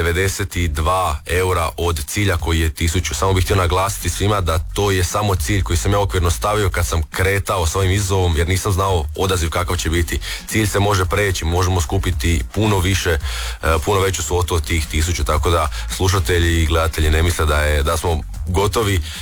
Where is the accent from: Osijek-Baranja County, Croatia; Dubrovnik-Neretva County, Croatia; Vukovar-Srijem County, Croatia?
Osijek-Baranja County, Croatia; Josipovac; ja sam inače iz Josipovca